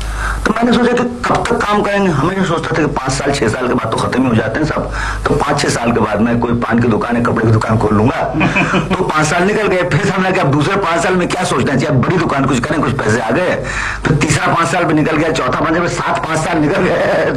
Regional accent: West Bengal, India; Hindi is a second language; जब मैं बंगाली हूँ अभी काकी का गड़बड़ कभी भी होता है।

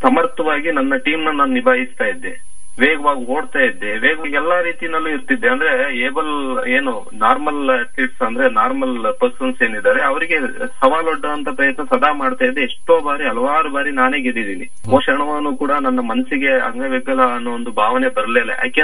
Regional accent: Karnataka, India; ನಮ್ಮೂರಿಂದ ಸುಮಾರು ಕೊಳನೂರ್ ಇತ್ತು, ಕುಶಾಲ್ ನಗರ ಹತ್ರ ಇತ್ತು, ಅರಕಲಗೋಡು ಇತ್ತು

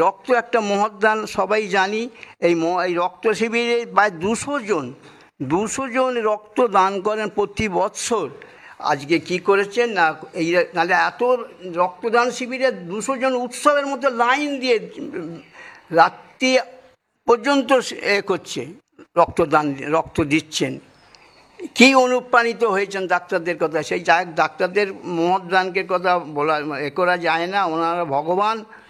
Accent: West Bengal, India

